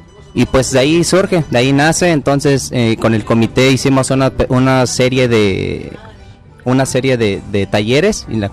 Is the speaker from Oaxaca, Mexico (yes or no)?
yes; Guadalupe de Ramírez, Oaxaca, Mexico; now in Madera, United States; Mi comunidad es Guadalupe de Ramírez, Oaxaca. Soy de la región Mixteca.